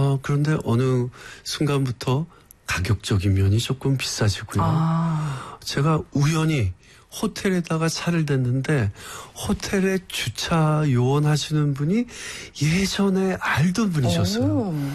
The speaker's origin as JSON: {"language": "Korean", "region": "Seoul", "country": "South Korea", "tie": "born or raised there", "said": "그리고 저도 서울에서 태어나서 교육을 받으면서 서울에서 자랐고요."}